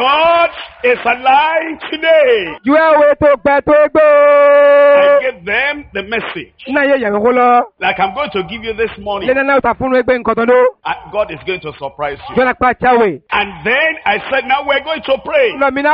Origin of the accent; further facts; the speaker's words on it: Nigeria; Because I came from Nigeria, Africa.